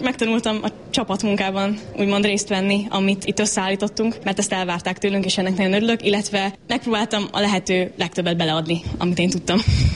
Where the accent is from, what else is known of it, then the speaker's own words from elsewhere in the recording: Oradea, Bihor, Romania; first language Hungarian; az, hogy mi magyar emberek vagyunk, az, hogy ide tartozunk, úgy, hogy nem mindenhol beszélhetjük az anyanyelvünket